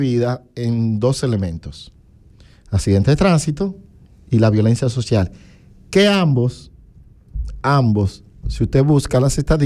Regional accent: Dominican Republic; La prima, decimos la prima como dominicano

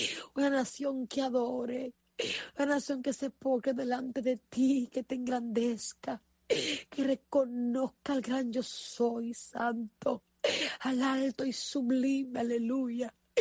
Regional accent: Dominican Republic; mi tierra. Sana nuestra tierra, Señor. Sana nuestra nación, República Dominicana

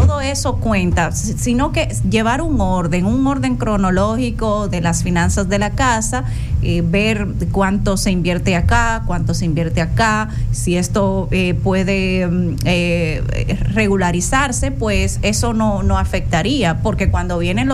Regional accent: Dominican Republic; nosotros buscamos la manera como dominicanos de divertirnos

